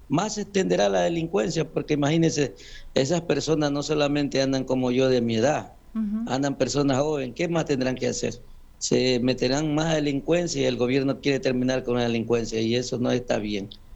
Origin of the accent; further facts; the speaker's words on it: Ecuador; now in Manta, Ecuador; somos 14 millones ecuatorianos